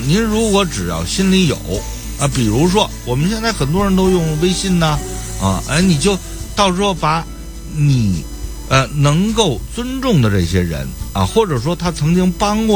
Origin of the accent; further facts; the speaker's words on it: Beijing, China; 就咱们北京人说的，你别出声，吧唧嘴